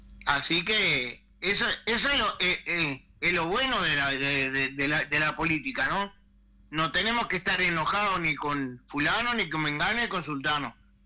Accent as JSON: {"language": "Spanish", "region": "Salto", "country": "Uruguay", "said": "acá somos todos salteños"}